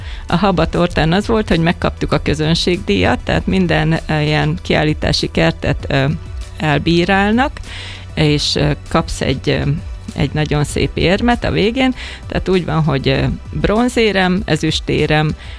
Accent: Hungary; megmutattam velük, hogy magyar vagyok

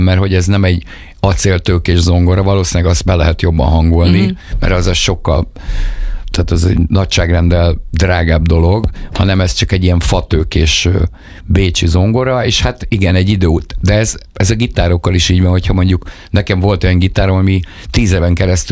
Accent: Budapest, Hungary; ahol a Belgrád rakpart, ahol egyébként nagyjából felnőttem, és akkor még ott laktam

